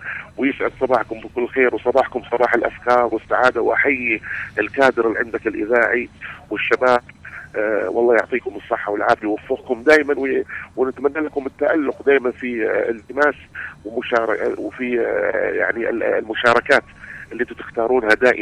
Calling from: Al Ghaydah, Al Mahrah, Yemen; من محافظة المهر أنا من الغيضة.

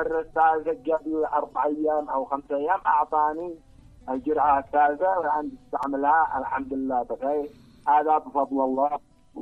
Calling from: Yemen

